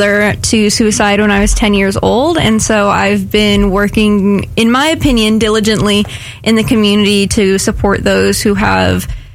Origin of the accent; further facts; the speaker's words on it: California, United States; also born or lived in Utah / Okinawa; I was born in Utah, and then we traveled to Okinawa, and then we traveled to California, and then my dad retired. So most of my, I know, right? Most of my memories are from California